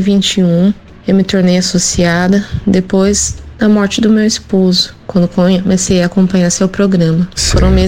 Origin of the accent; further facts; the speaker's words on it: Marília, São Paulo, Brazil; sou do interior do estado de São Paulo, aqui de Marília.